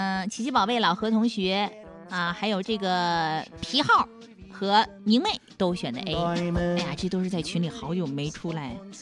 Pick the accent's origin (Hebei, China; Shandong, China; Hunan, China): Hunan, China; 作为一个湖南人